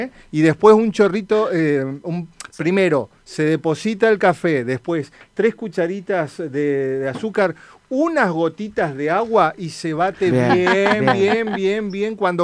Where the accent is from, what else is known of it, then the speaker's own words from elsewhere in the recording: Misiones, Argentina; moved away; en Misiones, lugar de donde yo vengo